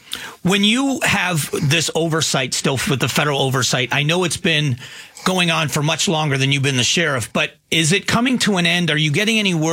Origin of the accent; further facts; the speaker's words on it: Florida, United States; I grew up on airboats. I grew up in Florida. I've been on airboats most of my life.